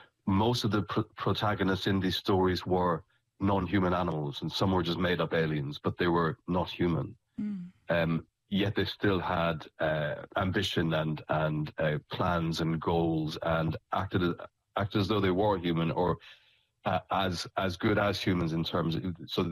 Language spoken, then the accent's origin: English; Ireland; So obviously I was brought up in Ireland, it was very Catholic then. It's changed an awful lot since.